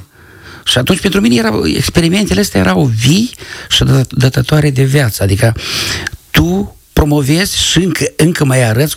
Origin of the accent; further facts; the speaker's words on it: Călărași, Călărași District, Moldova; moved away; Eu spuneam că sunt de la Călăraș și ei credeau că sunt de la Dunăre. Și în anul 4, păi … tu și ești de Republica Moldova? Zic, da.